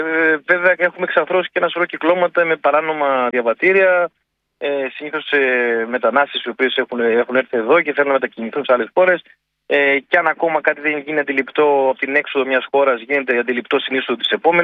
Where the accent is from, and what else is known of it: Greece